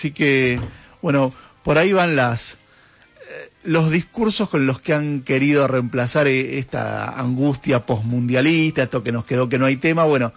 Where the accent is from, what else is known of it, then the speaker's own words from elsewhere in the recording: Argentina; no es no mirar los problemas que realmente tenemos y que arrastramos como argentinos